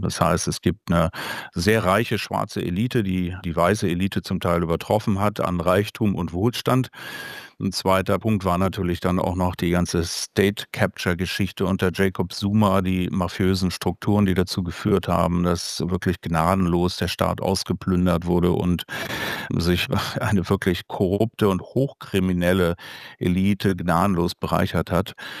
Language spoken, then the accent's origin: German; East Germany, Germany; dass ich so in der Grunddimension auch als Ostdeutscher wirklich mit der Wende in Ostdeutschland verglichen habe